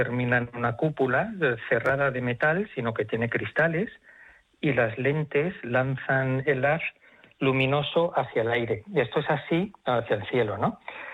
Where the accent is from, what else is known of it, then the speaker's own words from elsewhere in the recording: Madrid, Community of Madrid, Spain; Bueno, pues soy de Madrid.